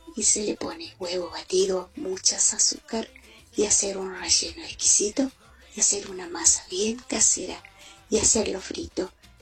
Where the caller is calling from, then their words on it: Lanús, Buenos Aires Province, Argentina; soy de Lanús Este